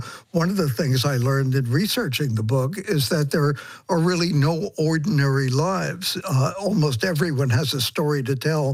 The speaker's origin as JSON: {"language": "English", "town": "Brooklyn", "region": "New York", "country": "United States", "tie": "born or raised there"}